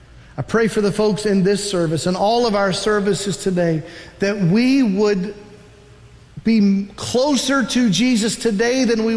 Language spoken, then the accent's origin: English; United States; So as an American